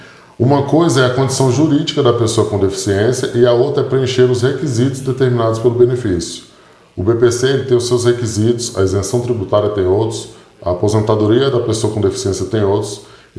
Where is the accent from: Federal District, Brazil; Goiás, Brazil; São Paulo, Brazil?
Federal District, Brazil; Brasília; Sim, sou de Brasília.